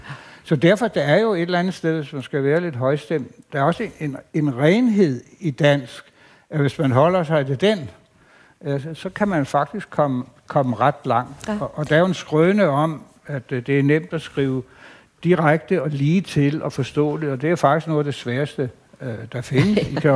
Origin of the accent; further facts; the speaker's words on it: Bogense, Region of Southern Denmark, Denmark; da jeg voksede op faktisk her i Bogense jo, og jeg er født i 50, og jeg blev teenager i 60'erne.